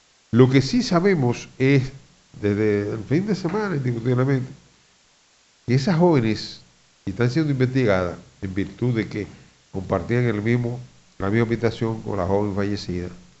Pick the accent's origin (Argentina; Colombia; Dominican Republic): Dominican Republic; somos dominicanos